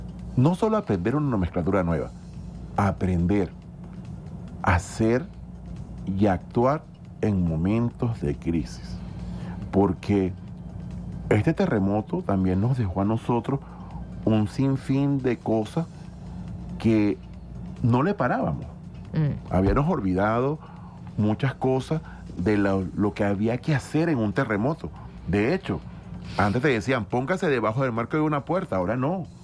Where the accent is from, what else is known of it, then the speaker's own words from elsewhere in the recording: Venezuela; yo tengo que responderle a un país como venezolano.